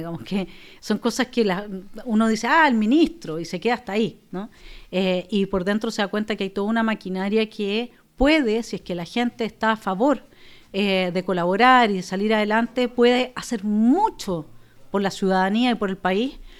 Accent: Araucanía, Chile; yo soy de la Araucanía, por lo tanto, para mí es mi casa. Es donde yo crecí, es donde tuve a mis hijos, donde me casé, donde viven mis hermanos

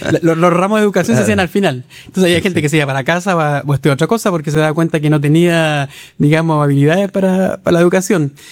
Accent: Concepción, Biobío, Chile; Yo soy penquista de nacimiento, siempre he vivido en la región. He estado en algún periodo, por razones académicas, de estudios fuera, pero en general siempre en mi región.

